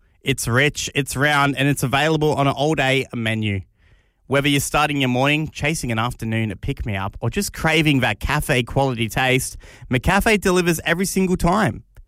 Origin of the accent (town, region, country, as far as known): New South Wales, Australia; born or raised there; now in South Australia, Australia